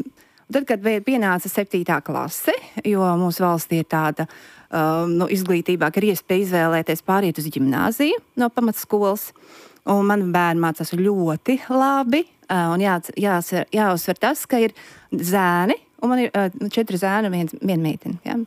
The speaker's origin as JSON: {"language": "Latvian", "region": "Riga", "country": "Latvia", "moved": "as an adult", "said": "mēs esam no Rīgas un aizbraucām dzīvot reģionā."}